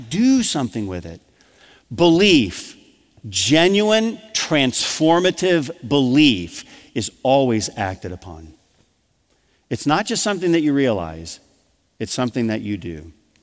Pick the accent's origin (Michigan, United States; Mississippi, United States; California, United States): Michigan, United States; Adrian; I grew up in Adrian, Michigan.